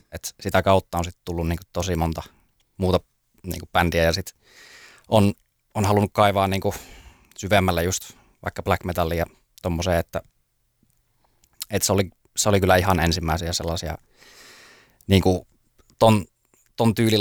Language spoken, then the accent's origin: Finnish; Puolanka, Kainuu, Finland; sieltä mistä mä oon kotoisin, Puolanka-niminen tosi pieni tuppukylä